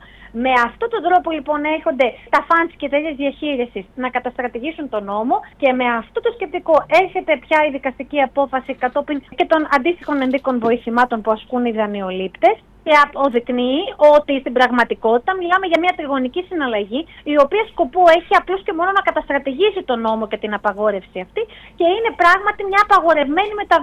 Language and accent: Greek; Kefalonia, Ionian Islands, Greece; στο χωριό μου στην Κεφαλονιά